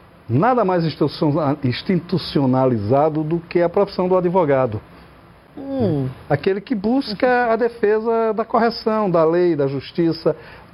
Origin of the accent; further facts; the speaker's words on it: Recife, Pernambuco, Brazil; moved away as an adult; now in Brasília, Brazil; Aos 18 anos saí do Recife e fui morar em Brasília. Moro em Brasília desde então.